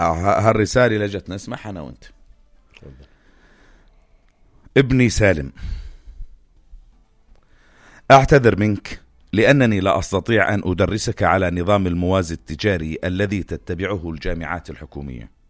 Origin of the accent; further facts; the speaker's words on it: Jordan; عنا بالأردن